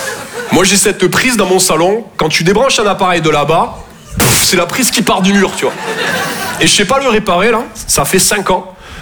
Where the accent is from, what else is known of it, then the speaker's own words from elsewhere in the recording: Toulouse, Occitanie, France; Je viens de Toulouse à la base. Ouais, ça s'entend un peu, ouais. Mon accent, c'est vraiment comme mon sexe, je sors que quand je suis en confiance.